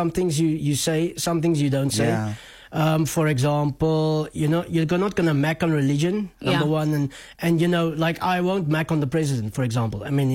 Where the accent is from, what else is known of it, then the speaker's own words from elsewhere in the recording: Namibia; And I grew up in Namibia